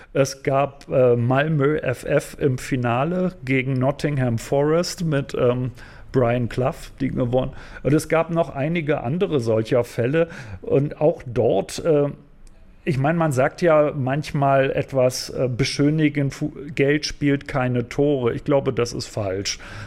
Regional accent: Berlin, Germany; Also ich bin selber aus Berlin und da wurde halt praktisch erst im Berlin-Brandenburger Raum

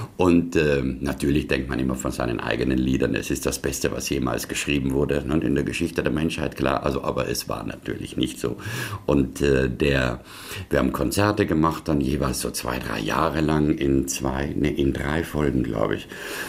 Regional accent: Trentino-Alto Adige, Italy; now in Germany

